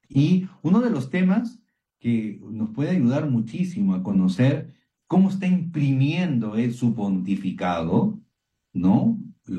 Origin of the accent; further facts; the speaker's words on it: Peru; los peruanos somos cálidos